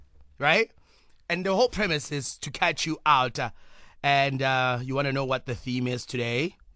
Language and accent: English; South Africa; I'm not American. Has more states, Imo. I'm a South African.